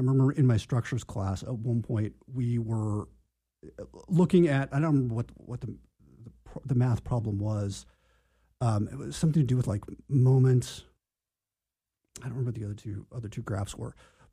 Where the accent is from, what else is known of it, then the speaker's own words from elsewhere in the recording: Oregon, United States; born there; I was born in Oregon.